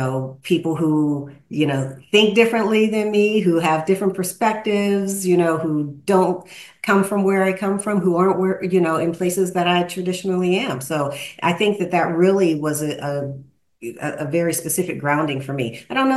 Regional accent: Pittsburgh, Pennsylvania, United States; we grew up in Pittsburgh, Pennsylvania, which is home.

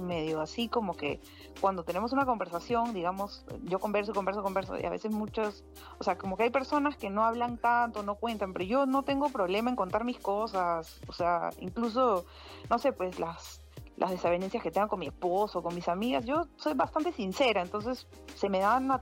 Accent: Peru; te hablo como mamá peruana, somos bastante fuertes, pero amorosas, cariñosas, versátiles.

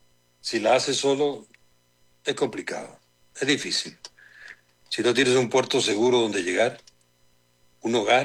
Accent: Venezuela; Me siento parte del país y ahora de verdad que estoy tan agradecido como venezolano.

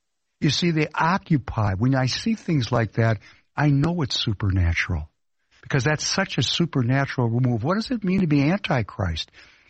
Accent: Ukraine; first language ru; English is a second language

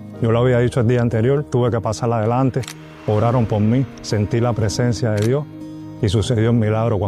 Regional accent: Cuba; moved away; en un problema que tuve en mi país, en Cuba.

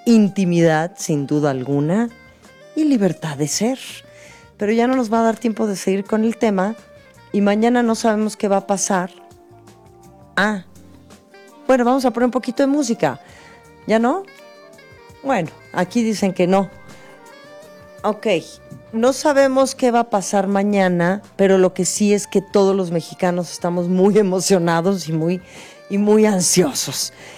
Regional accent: Mexico; que podamos seguir celebrándonos como mexicanos.

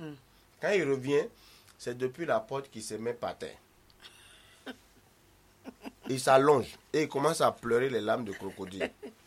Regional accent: Guinea; Surtout chez nous en Guinée.

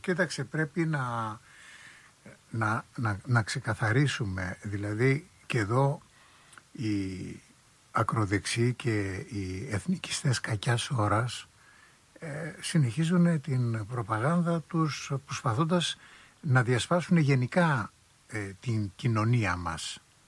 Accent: Istanbul, Turkey; now in Greece; οι ίδιοι είμαστε πρόσφυγες, εγώ είμαι από την Κωνσταντινούπολη

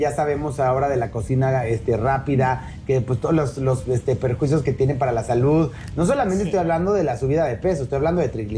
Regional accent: Mexico; no, porque realmente estamos reconocidos a nivel internacional por pues todos los expertos, comelones, todos los tragones que han dado este sello de validación a nuestra cocina tan importante como la mexicana, ¿no?

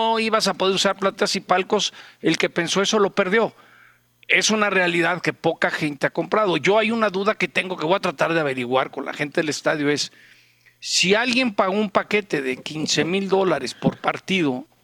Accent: Mexico; Y duele como mexicano

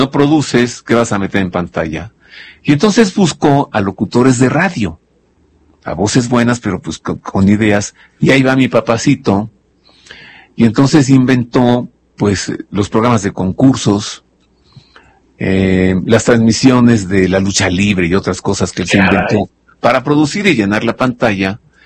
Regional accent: Mexico; soy mexicano

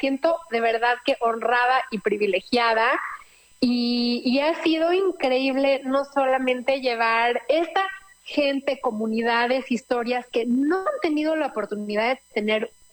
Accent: Mexico; now in United States; como mexicana, cada vez sentirme más cerca de mi país, aún viviendo en el exterior.

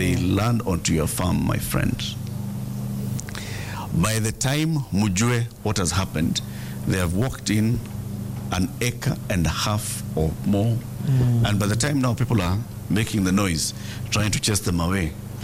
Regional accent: Kimana, Kajiado County, Kenya; As you know, I grew up in Kimana.

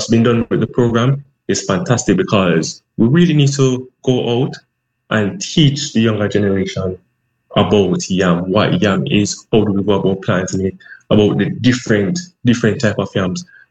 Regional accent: Linstead, Saint Catherine, Jamaica; And I grew up in Linstead, St. Catherine, which is pretty rural.

